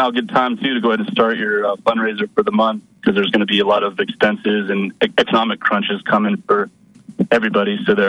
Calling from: Western United States, United States; This is … in the Western U.S.

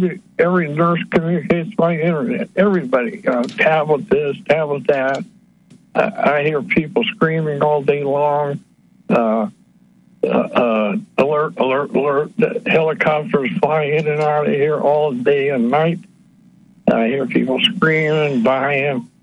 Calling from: Ohio, United States

